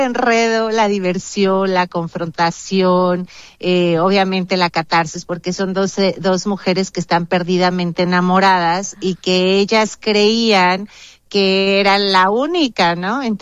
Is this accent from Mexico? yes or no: yes; Durango, Mexico; moved away; yo soy de provincia, yo soy de Durango